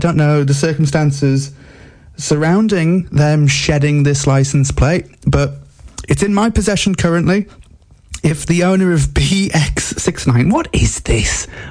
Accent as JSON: {"language": "English", "town": "Alnwick", "region": "North East England", "country": "United Kingdom", "said": "No, we're from Alnwick. We hate Sunderland."}